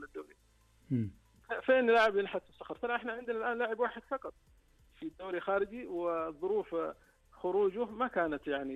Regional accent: Saudi Arabia; عندنا في السعودية

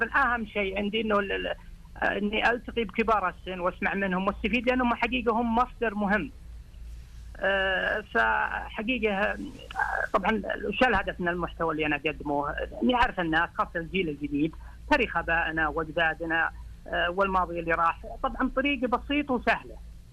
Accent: Al-Qassim, Saudi Arabia; accent: Qassimi; إني دامج اللهجتي القصيمية بسرد القصة. طبيعي إني أعتز بلهجتي وتكلمها

